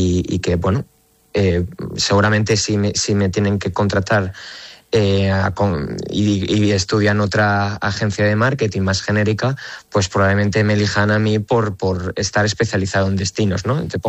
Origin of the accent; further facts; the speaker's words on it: Avilés, Asturias, Spain; yo soy de Avilés